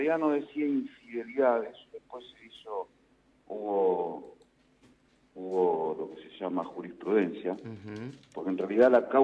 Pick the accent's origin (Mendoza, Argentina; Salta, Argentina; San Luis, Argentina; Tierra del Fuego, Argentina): Mendoza, Argentina; born there; now in Buenos Aires, Argentina; Nací en Mendoza, sí.